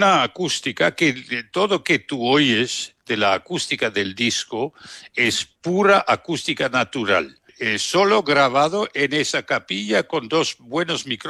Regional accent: Saarbrücken, Saarland, Germany; Spanish is a second language; moved away; Saarbrücken es mi ciudad natal.

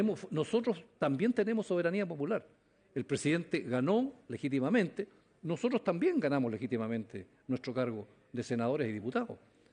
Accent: Chile; somos un país de 18 millones, 20 millones

